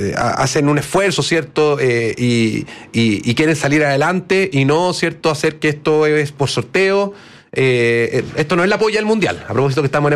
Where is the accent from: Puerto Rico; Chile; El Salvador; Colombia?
Chile; Ovalle, Coquimbo; Yo soy del norte, soy de Ovalle